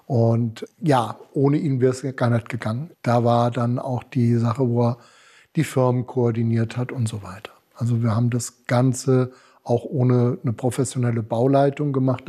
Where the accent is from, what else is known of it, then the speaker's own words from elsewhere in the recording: Rodgau, Hesse, Germany; Das war schon mein Kindheitstraum und ich habe auch im Rottgau, wo ich herkomme, schon in einer Scheune gewohnt.